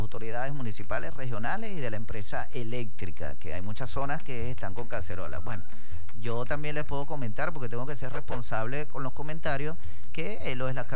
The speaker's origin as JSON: {"language": "Spanish", "country": "Venezuela", "said": "Vea cómo somos el venezolano de conformista y también de llevarla bien con todo el mundo."}